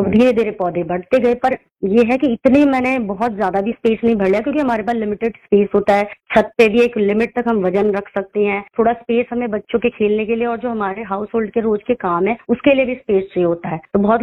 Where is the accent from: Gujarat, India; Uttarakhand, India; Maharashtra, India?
Uttarakhand, India; moved away; मैं पहाड़ों से हूँ, मैं बेसिकली उत्तराखंड से हूँ